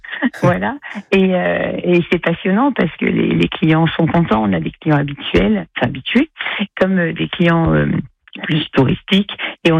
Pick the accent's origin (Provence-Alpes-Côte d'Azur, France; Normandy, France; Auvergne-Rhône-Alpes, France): Auvergne-Rhône-Alpes, France; Annecy; moved away as an adult; also born or lived in Paris; Je suis originaire d'Annecy, on est originaire d'Annecy avec mon compagnon tous les deux. Et donc j'ai quitté Annecy, j'ai été dans ce grand groupe pendant 20 ans.